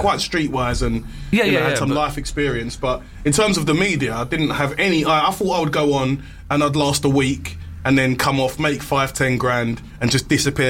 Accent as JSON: {"language": "English", "country": "Nigeria", "said": "I mean, I'm a Nigerian."}